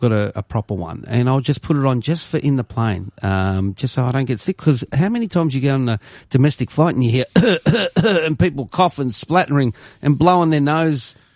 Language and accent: English; Melbourne, Victoria, Australia; Look, I'm not familiar with Adelaide, as you well know, because I'm from Melbourne.